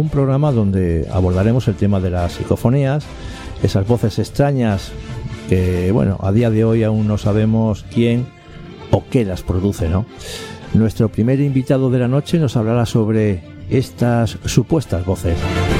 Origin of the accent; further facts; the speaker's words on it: Asturias, Spain; APQ Radio desde Avilés, Asturias, nuestra tierra.